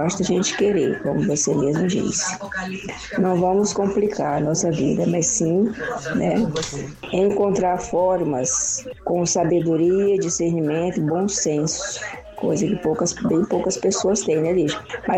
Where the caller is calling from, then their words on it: São Paulo, Brazil; Sou do interior, daqui, de São Paulo.